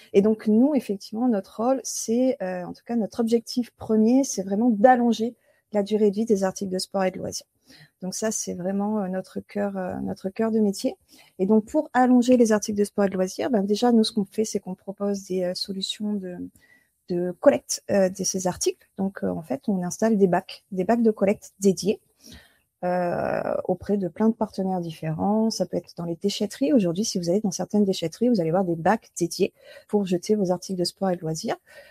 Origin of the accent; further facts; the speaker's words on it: France; nous, les Français